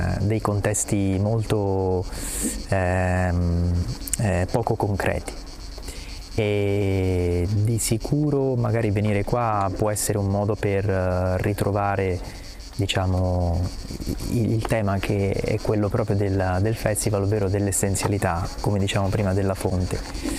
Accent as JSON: {"language": "Italian", "town": "Cosenza", "region": "Calabria", "country": "Italy", "said": "vengo da Cosenza in Calabria. Ho 33 anni"}